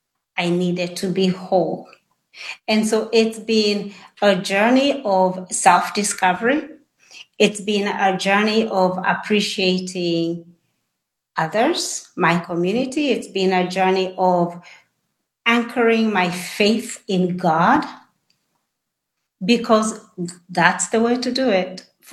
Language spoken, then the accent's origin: English; Kenya; I'm from Kenya and my mother was a school teacher. And I will say I was blessed to be born in that family.